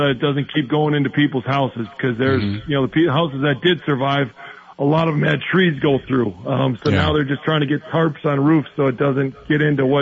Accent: Appleton, Wisconsin, United States; born or raised there

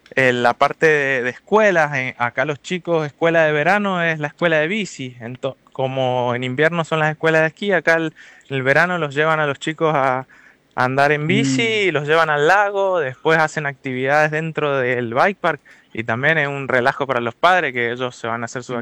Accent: Mendoza, Argentina

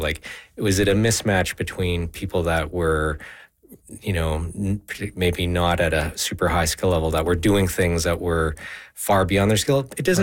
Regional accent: Saskatchewan, Canada; I grew up in Saskatchewan playing hockey

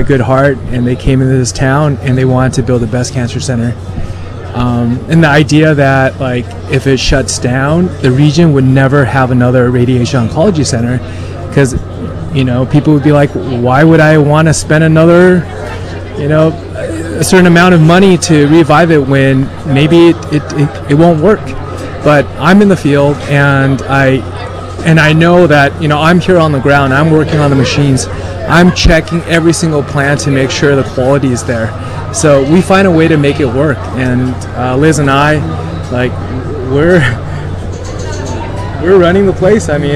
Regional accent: Pasadena, California, United States; also born or lived in China; I'm from Pasadena, but I was born in China. I was born in rural China.

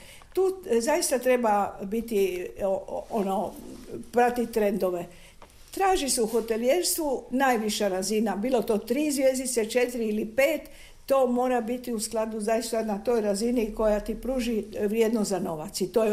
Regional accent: Split-Dalmatia County, Croatia; born there; now in Zagreb, Croatia; ja koja sam rođena na Braču, ali sam došla davno što je sreću u Zagreb

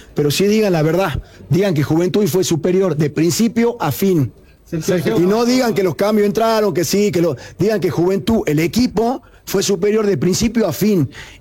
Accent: Salta, Argentina; Entonces sí, porque soy de Salta

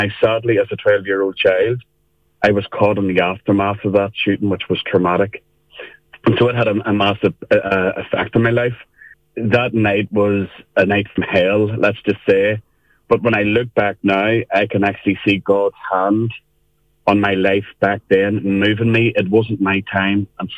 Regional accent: Craigavon, Northern Ireland, United Kingdom; I'm from Armagh originally, and just from a Craigavon, and born into the Catholic faith, of course, sent to Mass as a child, taken to Mass as a child.

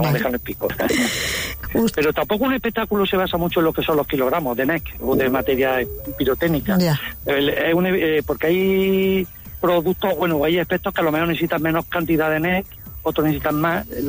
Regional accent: Montilla, Andalusia, Spain; aunque yo personalmente soy de Montilla

